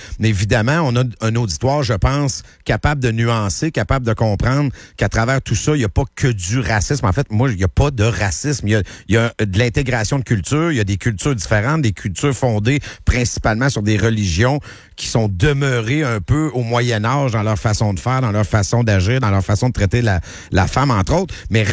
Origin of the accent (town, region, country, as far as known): Quebec, Canada